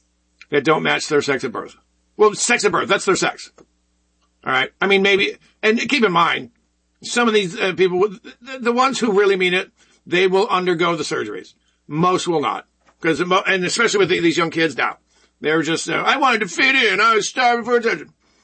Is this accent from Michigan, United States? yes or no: yes; Michigan, United States; my home state of Michigan